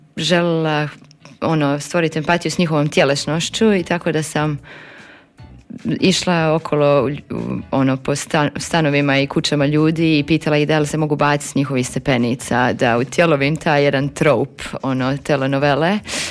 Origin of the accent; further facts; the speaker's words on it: Metković, Dubrovnik-Neretva County, Croatia; u mom rodnom gradu Metkoviću